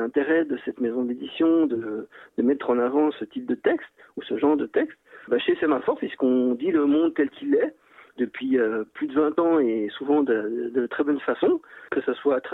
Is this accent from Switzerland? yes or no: yes; Switzerland; en tout cas c'est comme ça qu'on dit chez nous en Suisse